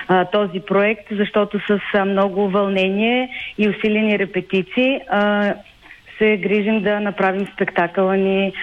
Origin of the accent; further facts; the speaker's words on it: Dupnitsa, Kyustendil Province, Bulgaria; moved away as an adult; Родом съм от Дупница, танцувала съм в читалище Сура, град Дупница